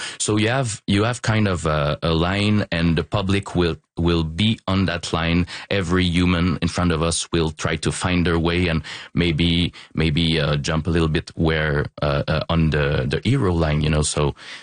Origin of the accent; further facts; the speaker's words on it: Quebec City, Quebec, Canada; English is a second language; So I'm from Quebec, Limoilou, and I started doing improv